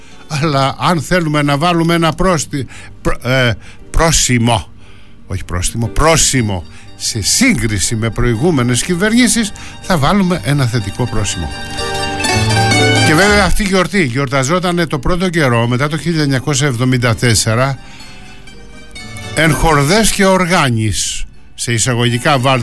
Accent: Greece

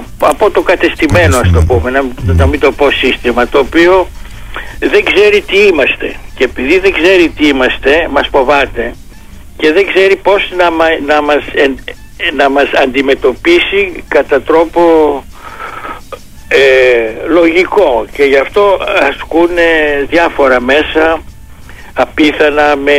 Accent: Greece

